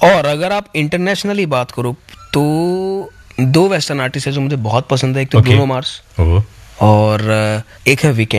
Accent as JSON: {"language": "Hindi", "region": "Punjab", "country": "India", "said": "मैं भी पंजाबी हूँ, वो भी पंजाबी हैं और पूरे पंजाब को वर्ल्ड वाइड रिप्रेजेंट भी कर रहे हैं."}